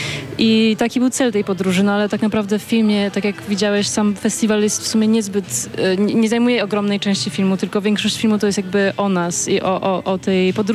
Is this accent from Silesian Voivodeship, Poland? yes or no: no; Warsaw, Masovian Voivodeship, Poland; moved away as an adult; now in Paris, France; Dorastałyśmy tutaj, w Warszawie.